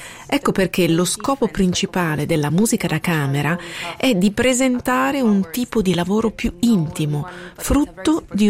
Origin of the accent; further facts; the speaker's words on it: Spain; Questo in particolare mi riporta alle mie radici, perché volevo rendere omaggio anche al mio paese, la Spagna.